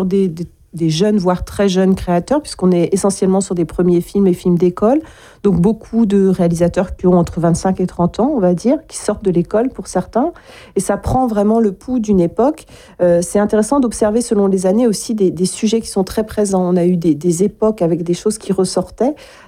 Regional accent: Brittany, France; chez nous en Bretagne, d'avoir de nombreuses salles à proximité, évidemment pas seulement à Brest.

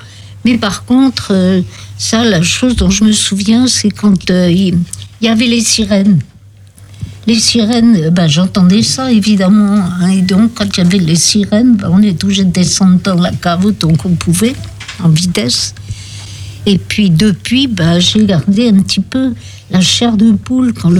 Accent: Brest, Brittany, France; also born or lived in Maine-et-Loire; Quand j'étais enfant, j'habitais à Saint-Martin, là, au coin de la rue Turenne et de la rue Massillon.

